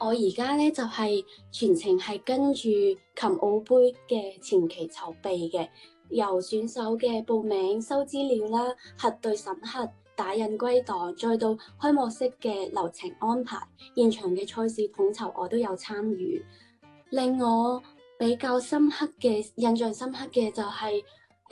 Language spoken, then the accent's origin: Cantonese; Macau; 我来自澳门，今年6月先啱啱系暨南大学体育教学专业毕业。